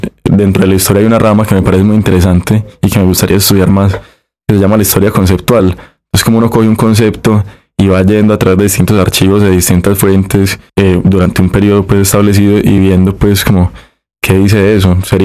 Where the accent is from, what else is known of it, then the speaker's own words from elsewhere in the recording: Medellín, Antioquia, Colombia; born there; yo que nací en Medellín, que nací en una época, que vi en mi infancia algunas cosas y en mi adolescencia otras y en mi adultez otras